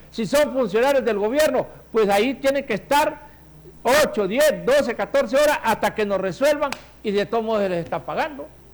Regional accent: Honduras

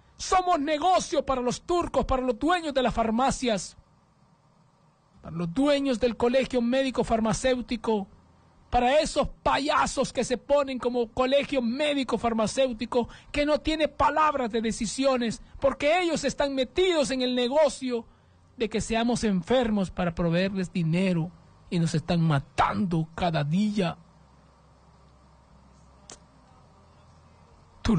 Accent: Honduras; Mi pueblo hondureño está siendo asesinado

